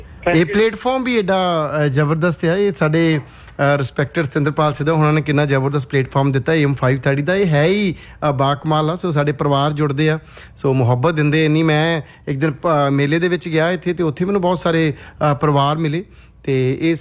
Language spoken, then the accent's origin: Punjabi; Jaito, Punjab, India; ਬਸ ਸਮਝ ਲੋ ਕਿ ਗੋਲੇ ਵਾਲਾ ਨਾਨਕੇ ਆ ਤੇ ਰਹੇ ਮੋਸਟਲੀ ਗੋਲੇ ਵਾਲ ਵੀ ਰਹੇ ਆ ਤੇ ਬਾਕੀ ਜੈਤੋ ਵੀ ਸਾਡਾ ਪਿੰਡ ਹੈ ਜੀ।